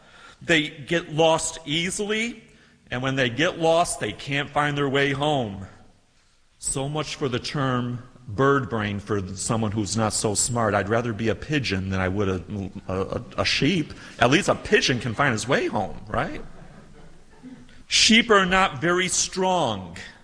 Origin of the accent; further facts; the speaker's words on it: Nantro Bridge, New York, United States; And Ottawa is only about a two-hour drive north of my hometown in northern New York called Nantro Bridge.